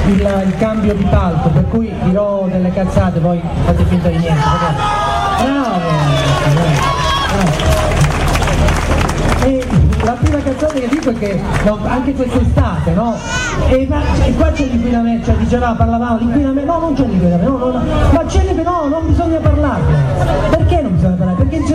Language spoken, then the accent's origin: Italian; Paola, Calabria, Italy; Almeno io personalmente sono di Paola, non ci vivo titolando, però ringrazio gli imprenditori del nord